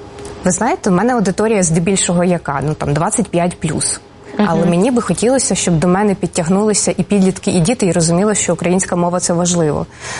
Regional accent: Lviv, Lviv Oblast, Ukraine; born there; я начебто народилася у Львові, але у мене набір з різних міст в мені є. І я російську знаю. Я знаю російську, тому що ось батько і його мама, власне, вони були російськомовними. Тому я росла, власне, у межах двох мов.

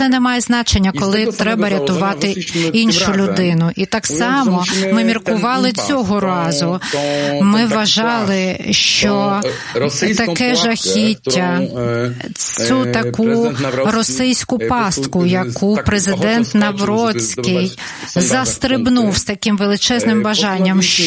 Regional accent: Poland; яким ми, поляки, вдячні за нашу свободу.

